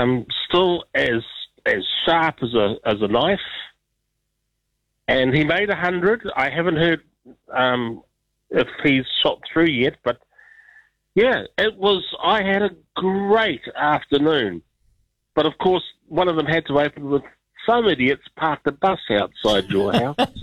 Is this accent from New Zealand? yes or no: yes; Auckland, New Zealand; moved away; I moved away from Auckland. I went to secondary school in Auckland.